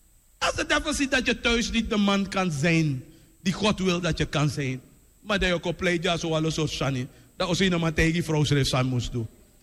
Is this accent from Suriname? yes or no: yes; Paramaribo, Suriname; Als ik kijk van waar ik kom, Abrabroki